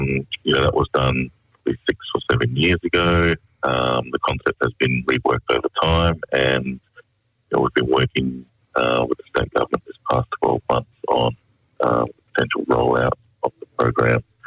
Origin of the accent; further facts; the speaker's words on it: Broome, Western Australia, Australia; I'm originally from Broome and have connections to Yaru and Tewa Country.